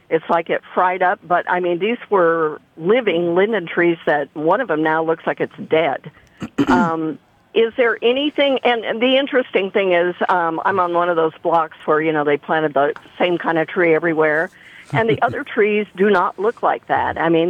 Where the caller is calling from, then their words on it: Lincoln, Nebraska, United States; I'm calling from Lincoln.